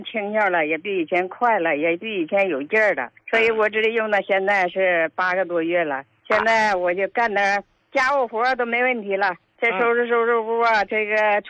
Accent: Harbin, Heilongjiang, China; 我是哈尔滨的患者。

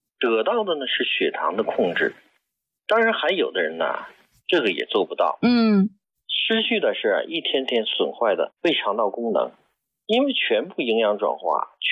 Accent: China; 但是我们中国人跟西方人的饮食差距为什么要大呢？

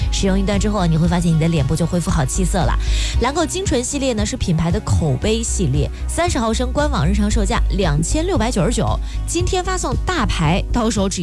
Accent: Kaifeng, Henan, China; 我是来自酱牛肉之乡开封的，

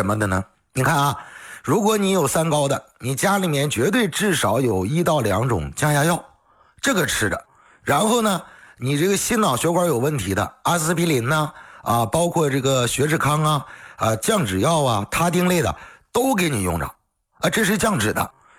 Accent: Northeast China, China; accent: Northeastern; 咱们老家的一句话来讲，开玩笑一样的嘛，是不是？东北话来讲

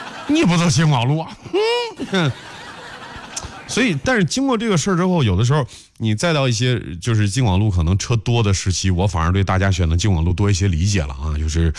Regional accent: Pingdingshan, Henan, China; 我是土生土长的陈寨平顶山人

